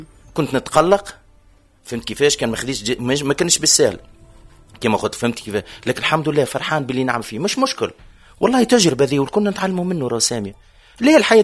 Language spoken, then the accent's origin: Arabic; Tunisia; انا فنان تونسي ونحب بلادي